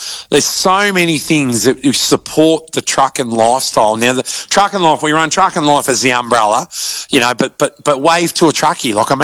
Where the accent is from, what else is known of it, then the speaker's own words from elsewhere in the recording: Longwarry, Victoria, Australia; I grew up in Longwarrie.